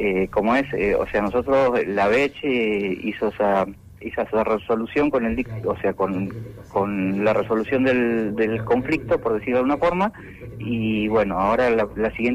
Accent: Trelew, Chubut, Argentina; 3 que somos de acá de Trelew.

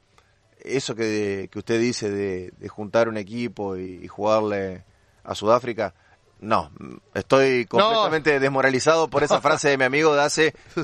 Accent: Argentina

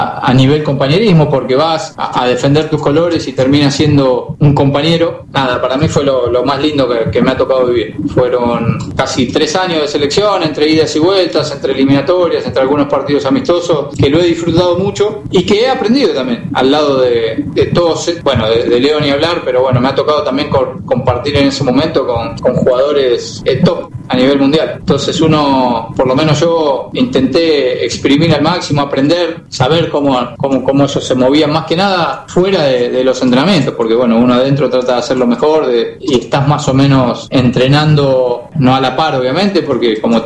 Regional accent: Argentina

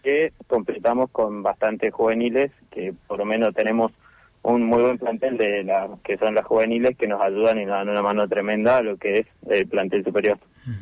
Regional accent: Córdoba, Argentina; No, soy de Córdoba Capital.

